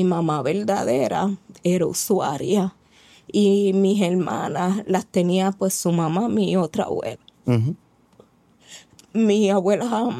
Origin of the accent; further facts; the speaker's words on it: Trujillo Alto, Puerto Rico; also born or lived in Carolina, Puerto Rico; now in Canóvanas, Puerto Rico; nací en Carolina, me crié en Trujillo Alto, entonces ahora pues actualmente vivo en Canóvana